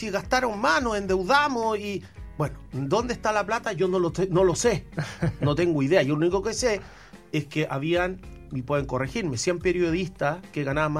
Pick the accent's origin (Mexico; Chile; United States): Chile; Y si somos los mismos chilenos